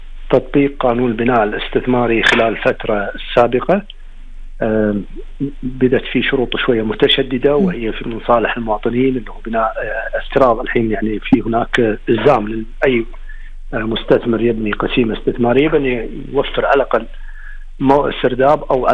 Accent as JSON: {"language": "Arabic", "country": "Kuwait", "said": "إحنا مشكلة عندنا في الكويت"}